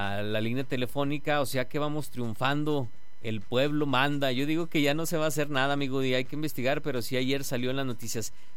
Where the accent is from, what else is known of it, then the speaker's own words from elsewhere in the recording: Mexico; Pues me quiero esperar como buen mexicano a ver qué.